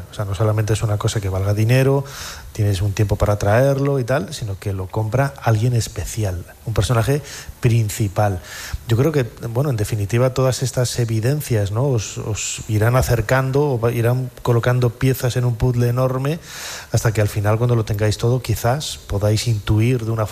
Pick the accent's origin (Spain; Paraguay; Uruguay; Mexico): Spain; Pero bueno, yo soy español y tira la patria, tira también lo que hay por aquí, ¿no?